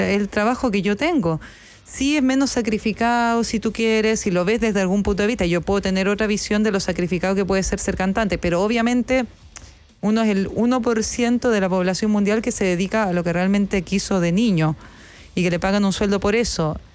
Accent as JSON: {"language": "Spanish", "country": "Chile", "moved": "as an adult", "lives_now": "Buenos Aires, Argentina"}